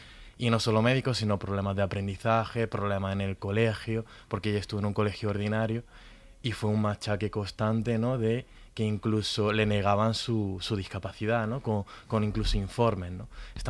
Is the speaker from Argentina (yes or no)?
no; Granada, Andalusia, Spain; yo soy de Granada, ¿no? O sea, que estamos al lado, ¿no? Al medio.